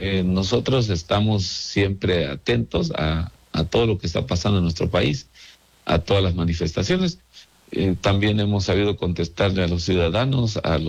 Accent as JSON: {"language": "Spanish", "country": "Mexico", "said": "ni con la credencial nosotros que somos de Chiapas, de Michoacán, de Guerrero, ¿no?"}